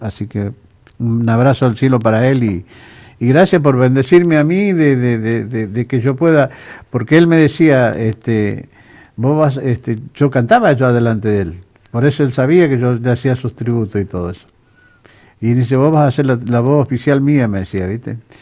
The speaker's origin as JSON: {"language": "Spanish", "region": "Santiago del Estero", "country": "Argentina", "said": "No, me dije que soy de Santiago y me regaló 18 pistas."}